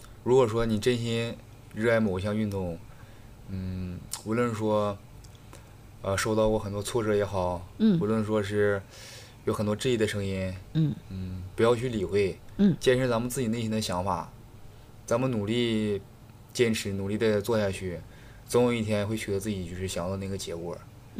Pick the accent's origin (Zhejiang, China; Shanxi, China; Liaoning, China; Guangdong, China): Liaoning, China; Wafangdian; 我从小我就在这个地方长大嘛